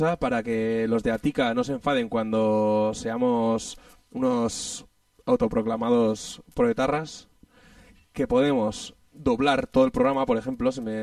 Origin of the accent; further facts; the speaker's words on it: Navarre, Spain; Yo soy navarro, soy del norte y soy la hostia en todos los deportes.